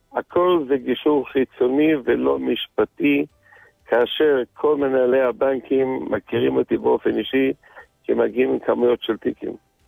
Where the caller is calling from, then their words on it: Jerusalem, Jerusalem District, Israel; אנחנו בירושלים.